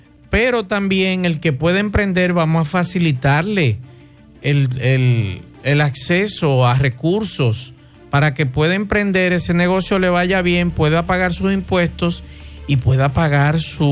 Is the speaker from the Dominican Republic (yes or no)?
yes; Dominican Republic; y yo como dominicano